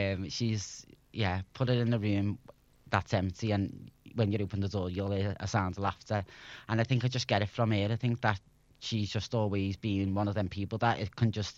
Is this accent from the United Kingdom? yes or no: yes; Liverpool, North West England, United Kingdom; they loved the fact that I was from Liverpool. Being a Scouser in Asia, in China especially, I'm telling you now, you get treated like royalty.